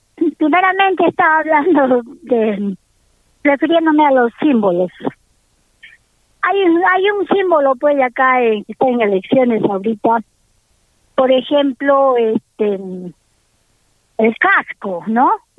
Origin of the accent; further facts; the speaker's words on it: Arequipa, Peru; Los arequipeños netos somos pues nosotros, los que descendemos. Todavía tenemos una pizca de descendencia, pues, de los verdaderos dueños del territorio que ahora se llama Arequipa